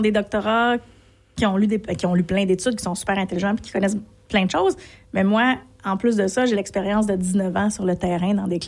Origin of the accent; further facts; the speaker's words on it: Repentigny, Quebec, Canada; also born or lived in Montreal; Sur la rive nord de Montréal.